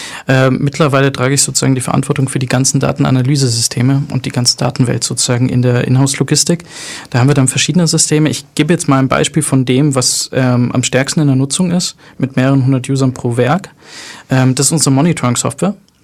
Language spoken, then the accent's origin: German; Tunisia; Habe ich ja gesagt, meine Mutter kommt aus Tunesien. Ich bin Tunesier.